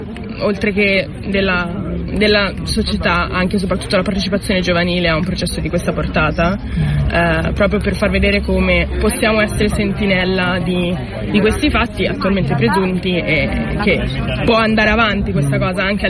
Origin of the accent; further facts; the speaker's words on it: Milan, Lombardy, Italy; in quanto milanese